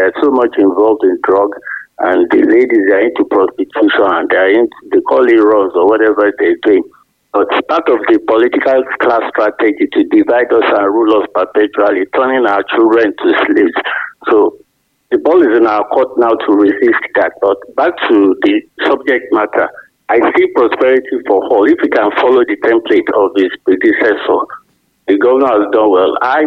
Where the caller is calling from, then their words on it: Ibadan, Oyo, Nigeria; I'm calling from Ring Road, Ibadan.